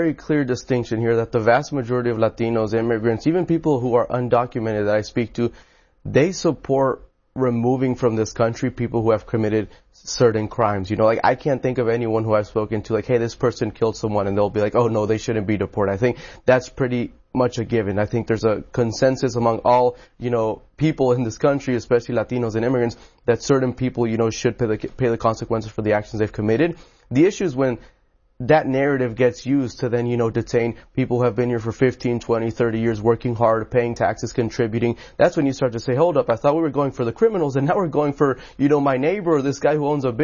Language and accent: English; College Station, Texas, United States; Well, so I grew up in College Station, Texas. You know, it's a pretty conservative place